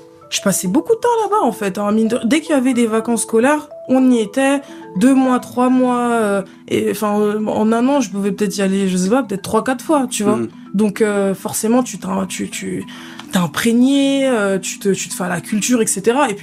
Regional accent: DR Congo; also born or lived in Paris; Ouais, je suis congolaise.

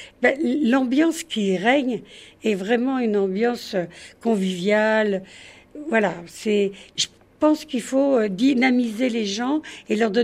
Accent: Paris, Île-de-France, France; now in Île de Ré, France; quand on arrive sur l'île de Ré, comme moi je suis parisienne

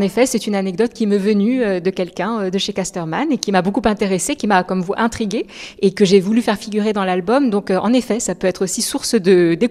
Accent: France; born there; Moi, je ne suis pas belge, je suis née en France.

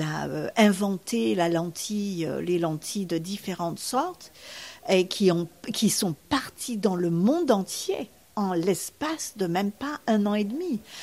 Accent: Saint-Paul-de-Vence, Provence-Alpes-Côte d'Azur, France; moved away as an adult; also born or lived in Nice; now in Key West, United States; je suis du sud de la France. Je suis née à Nice et élevée à Saint-Paul-de-Vence, donc j'aimais le soleil et la mer.

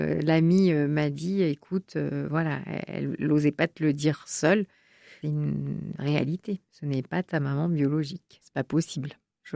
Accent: Pau, Nouvelle-Aquitaine, France; born there; Donc, effectivement, je suis née bien à Pau.

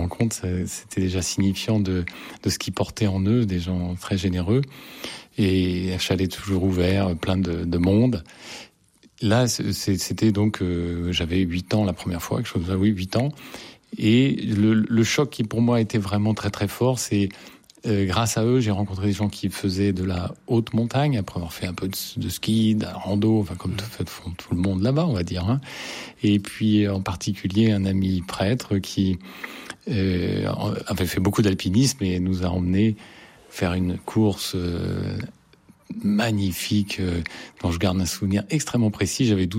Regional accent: Paris, Île-de-France, France; born there

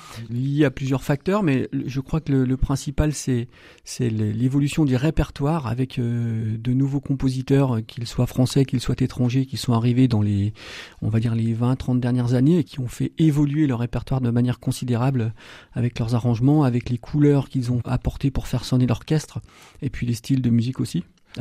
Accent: Ambérieu-en-Bugey, Auvergne-Rhône-Alpes, France; je suis originaire du département de l'Ain, plus précisément à Ambérieu-en-Bugey

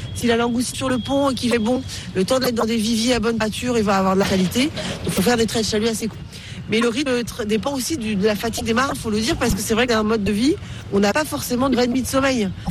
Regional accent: Brittany, France; On dit bao, sinon chez nous en Bretagne.

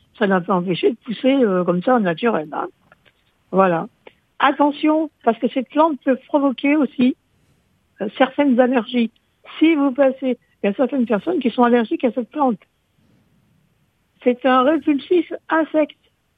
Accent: Corsica, France; chez nous, en Corse

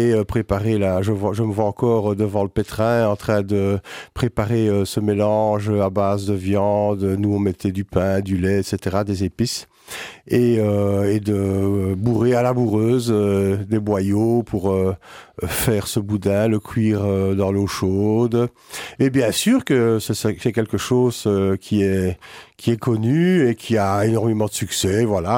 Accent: Serein, France; Moi, j'ai grandi à Serein, tout à fait. Oui. J'ai grandi au-dessus de la boucherie.

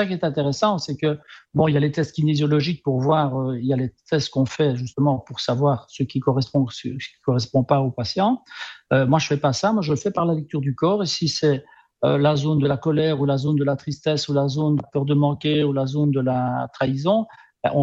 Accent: Belgium; born there; mes parents sont italiens, donc ils sont venus en Belgique dans les années 50 et moi, je suis né ici en Belgique, donc je vais dire que j'ai un lien à la culture italienne de par mes parents, et puis bon, moi j'ai la culture belge, hein, ou francophone

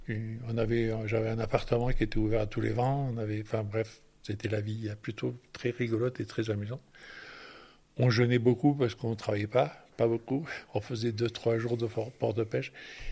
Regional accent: Roquedur, Occitanie, France; Oui, je suis né dans les Cévennes, à Roquedur. J'habite à Roquedur. Et j'étais un... J'étais pas un... D'abord, on était à l'école de Roquedur, où on était 4-5.

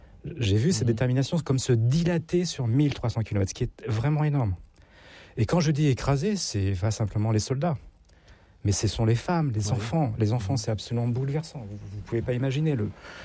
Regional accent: France; Vous avez vu ce que ça a fait chez nous en France, les cours en ligne.

